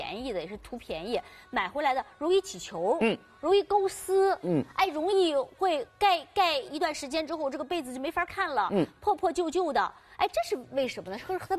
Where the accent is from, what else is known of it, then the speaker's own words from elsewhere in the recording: Shanghai, China; 我们上海人